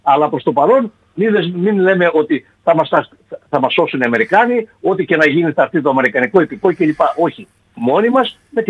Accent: Epirus, Greece; Στην πατρίδα μου την Ήπειρο.

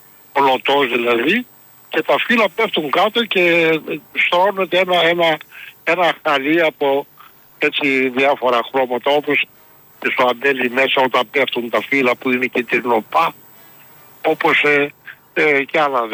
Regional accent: Thessaloniki, Central Macedonia, Greece; now in Michaniona, Greece; Είμαι θεσσαλονικιός, παιδί του Βαρδαρίου. Βρέθηκα όμως στη Μηχανιώνα λόγω συστήου.

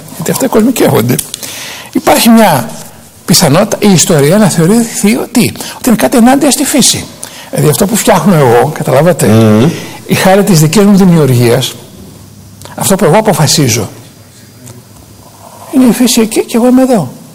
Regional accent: Greece; Δεν έχει σημασία ότι εγώ είμαι Έλληνας

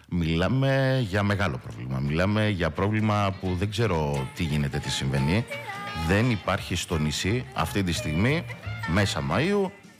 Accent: Rhodes, South Aegean, Greece; εγώ είμαι και από τη Ρόδο

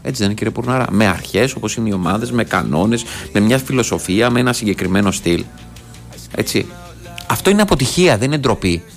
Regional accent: Amarynthos, Central Greece, Greece; στο χωριό μου στην Αμάρινθο

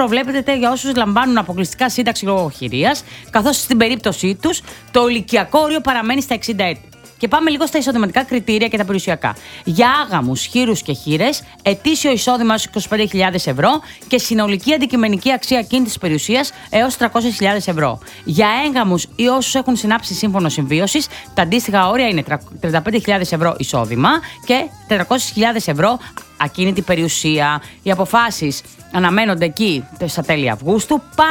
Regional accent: Western Greece, Greece; moved away; εγώ τώρα το λέω για το χωριό μου. Είναι στην, έξω από την Αμαλιάδα.

